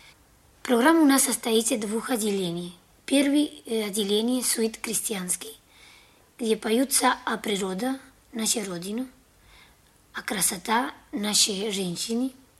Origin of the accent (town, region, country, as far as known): Havana, Cuba; Russian is a second language